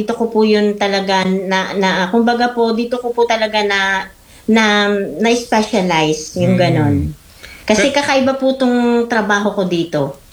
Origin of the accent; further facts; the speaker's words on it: Mabini, Calabarzon, Philippines; Opo, taga Batangas din po yung aking asawa. Taga Talaga po kami kay Apolinario Mabini